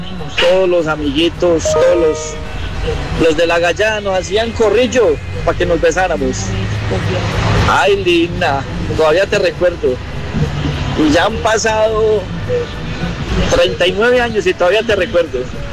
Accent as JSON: {"language": "Spanish", "town": "Manizales", "region": "Caldas", "country": "Colombia", "tie": "born or raised there", "lives_now": "Cartago, Colombia", "said": "Fiel sintonía desde Cartago Valle. … Mi primer beso fue en la ciudad de Manizales, mi ciudad natal"}